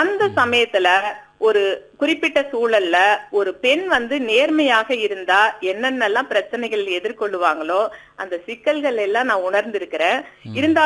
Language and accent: Tamil; Salem district, Tamil Nadu, India; moved away as an adult; now in Pollachi, India; என்னோட சொந்த ஊர் சேலம் மாவட்டம், ஆத்தூர் பக்கத்துல இருக்கக்கூடிய ஒரு சிறிய கிராமம். அங்க எனக்கு அதுக்கான வாய்ப்பு எதுவுமே கிடைக்கல. ஆனா நான் கோவை மாவட்டம் பொள்ளாச்சிக்கு இடம்பெயர்ந்த பின்னாடி